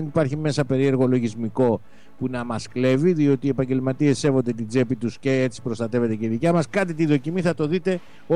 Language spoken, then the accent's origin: Greek; Nafpaktos, West Greece, Greece; born there; καλημέρα στην Αύπακτο, τη γενέτηρά μου, την αρχόντισσα του Κορινθιακού, την πανέμορφη.